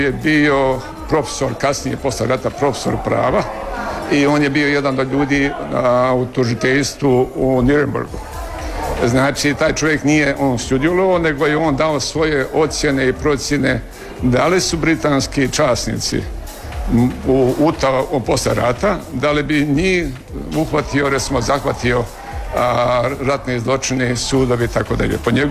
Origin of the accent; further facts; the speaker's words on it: Herzegovina, Bosnia & Herzegovina; moved away; kad sam došao u moj rodni kraj, u Hercegovinu